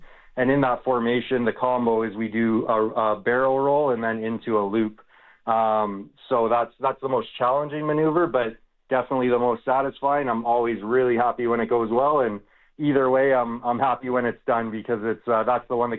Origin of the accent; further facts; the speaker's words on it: Abbotsford, British Columbia, Canada; For myself, I'm from BC. The Abbotsford Air Show is my hometown show.